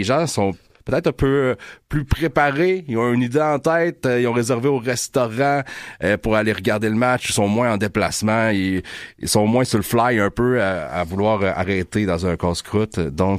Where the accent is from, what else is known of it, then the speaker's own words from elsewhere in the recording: Quebec, Canada; ça affecte nos habitudes en tant que Québécois.